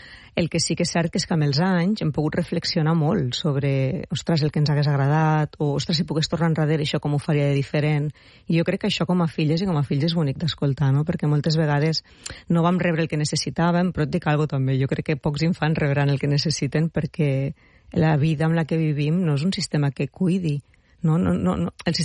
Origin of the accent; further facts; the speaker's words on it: Pyrenees, Spain; born there; moved away; estic al meu poble del Pirineu